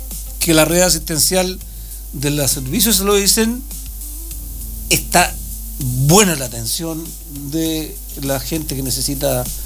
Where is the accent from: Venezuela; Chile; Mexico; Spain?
Chile; Valle Simpson, Aysén; como yo soy de Valle Simpson, llamé a la posta.